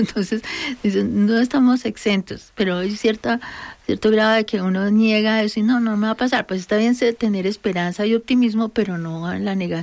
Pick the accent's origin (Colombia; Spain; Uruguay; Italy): Colombia; nos ha caracterizado como colombianos